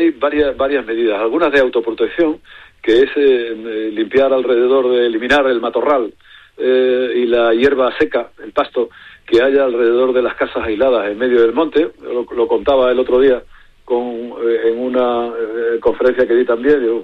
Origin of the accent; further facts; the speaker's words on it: Cáceres, Extremadura, Spain; a los de mi tierra en Cáceres